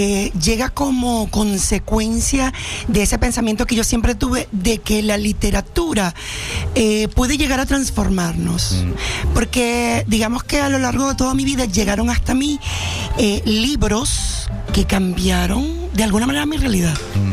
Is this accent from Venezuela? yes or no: yes; Venezuela; now in Gran Canaria, Spain; Pues yo, como sabrás, soy venezolana. Bueno, tengo las dos nacionalidades, la canaria y la venezolana.